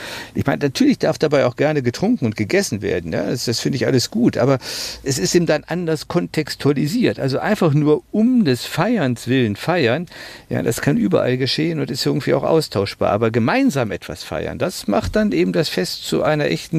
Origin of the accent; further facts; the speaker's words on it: Düsseldorf, North Rhine-Westphalia, Germany; persönlich so Kindheitserinnerungen geweckt hat an das jährliche Schützenfest in Düsseldorf-Benrath, wo ich groß geworden bin.